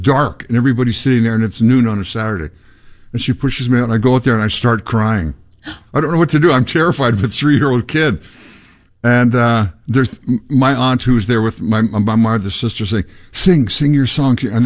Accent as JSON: {"language": "English", "town": "Winnipeg", "region": "Manitoba", "country": "Canada", "tie": "born or raised there", "said": "I was 3 years old. I grew up in Winnipeg, Manitoba."}